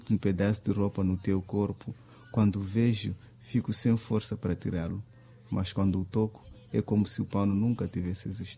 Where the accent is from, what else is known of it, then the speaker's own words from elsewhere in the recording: Quelimane, Zambezia, Mozambique; mas estou a falar do Rio dos Bons Sinais, ainda volto a falar da minha cidade